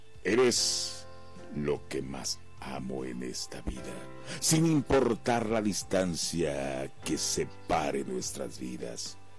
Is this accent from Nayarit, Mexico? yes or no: yes; Bahía de Banderas, Nayarit, Mexico; yo soy de Bahía de Banderas